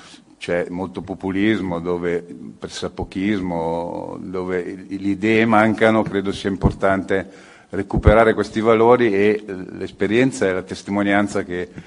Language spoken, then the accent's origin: Italian; Milan, Lombardy, Italy; Io sono di Milano